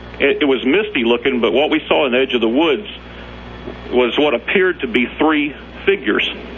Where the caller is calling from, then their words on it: South Carolina, United States; We used to belong to one of the oldest deer hunting clubs here in South Carolina.